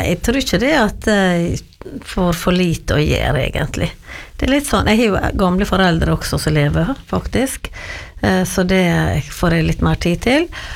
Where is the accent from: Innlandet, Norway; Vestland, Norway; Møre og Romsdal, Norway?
Møre og Romsdal, Norway; Giske; born there; also born or lived in Trondheim